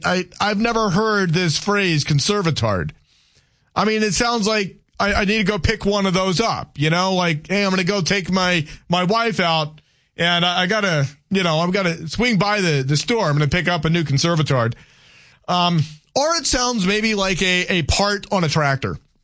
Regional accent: Louisiana, United States; I'm a Cajun. I identify more as a Cajun.

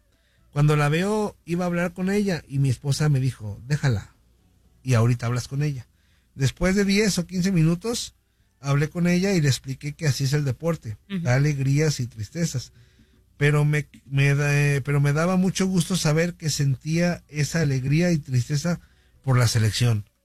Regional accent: El Salvador

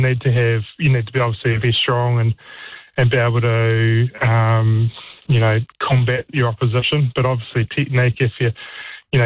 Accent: New Zealand; made you really proud as a former All Black and as a New Zealander.

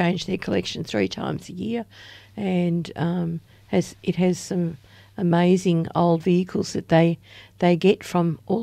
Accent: Maffra, Victoria, Australia; telling people about my hometown of MAFRA, because I was born there and I love it.

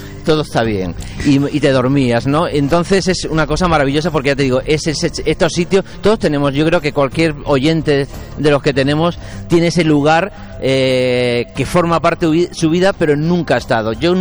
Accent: Casarabonela, Andalusia, Spain; estoy viendo mi pueblo en la Sierra de las Nieves, estoy viendo Junquera también, mi pueblo es Casa Arabonela, estoy viendo Junquera, que somos los vecinos

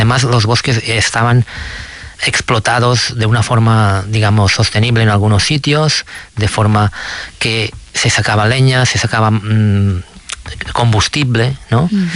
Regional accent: Sant Sadurní d'Anoia, Catalonia, Spain; born or raised there

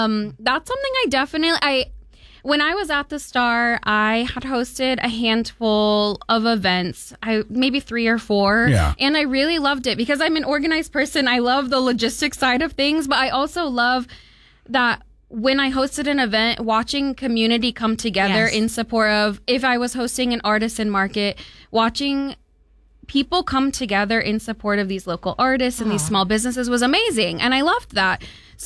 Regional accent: Tucson, Arizona, United States; growing up in Tucson, I thought there was nothing to do in Tucson.

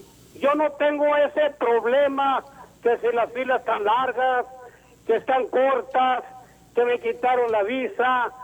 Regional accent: Batopilas, Coahuila, Mexico; Alguien dijo que me vine de Coahuila, sí, de un rancho a mucho orgullo, pegado a la sierra, Batopilas, Coahuila.

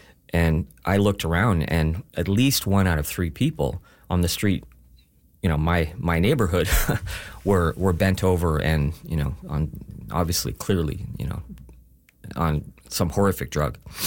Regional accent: Canada; I think when you live here, you, as a Canadian, you have certain beliefs and values

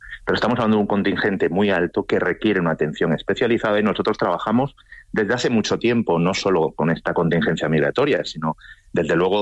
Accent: Galicia, Spain; yo soy gallego, el Partido Popular lleva 40 años gobernando en Galicia

